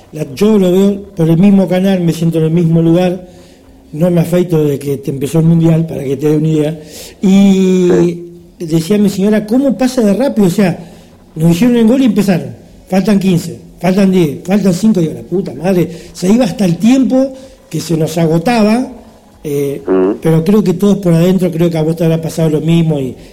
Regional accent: Argentina; somos muy cabuleros argentinos

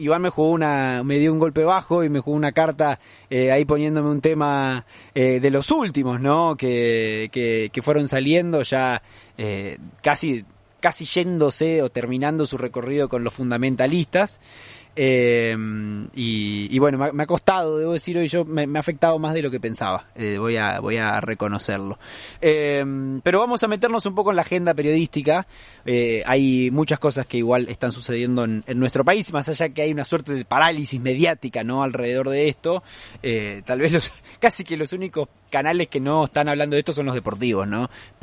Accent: Paraná, Entre Ríos, Argentina; born there; Yo puedo decir que nací en la misma ciudad que … no sé los del otro lado del charco. Lo discutirán. ¿Qué pasa, Iván? Sí, yo soy de origen vasco

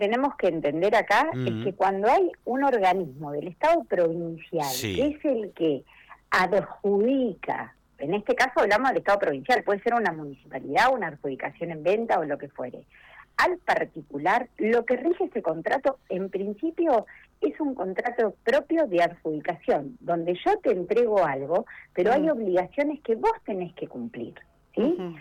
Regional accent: Santa Cruz, Argentina; como argentina y como santacruceña

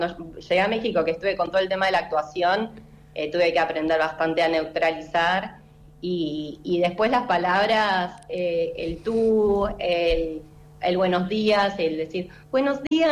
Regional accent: Chubut, Argentina; Pero soy de Chubut, entonces les tengo que explicar que es un estado, que está al sur de la Patagonia, que tenemos mar y montaña

